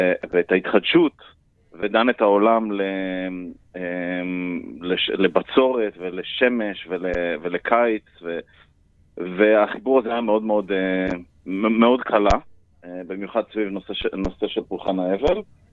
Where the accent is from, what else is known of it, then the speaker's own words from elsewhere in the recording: Central District, Israel; אני לא גדלתי בקיבוץ על גבול קרוב לעזה, לא, אני גדלתי במרכז הארץ.